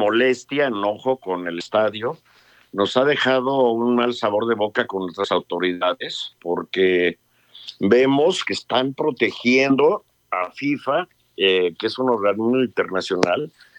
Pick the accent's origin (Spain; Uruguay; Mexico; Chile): Mexico; nosotros nunca permitiremos como mexicanos, ya no como palcohabientes, como mexicanos